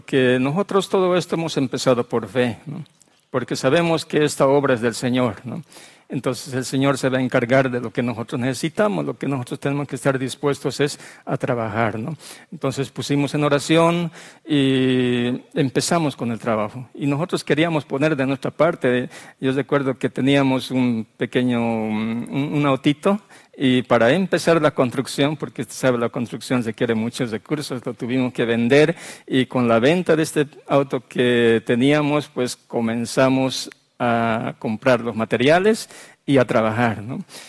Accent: Bolivia; yo soy boliviano, pero mi esposa es de Colombia.

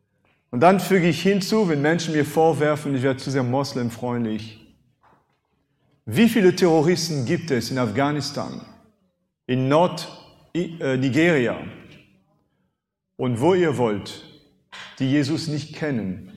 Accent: France; first language French; German is a second language; now in Germany; Landsmann Napoleon. Napoleon hat etwas gesagt, nul n'est censé ignorer la loi. Das ist Französisch, meine Muttersprache.

